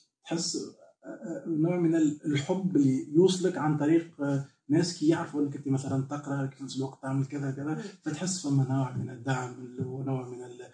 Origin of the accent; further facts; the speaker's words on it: Sousse, Sousse Governorate, Tunisia; اي اكيد، بوم ايمن بيتي من سوسه، مولود في سوسه، دونك بيتي بيئه تونسيه عاديه جدا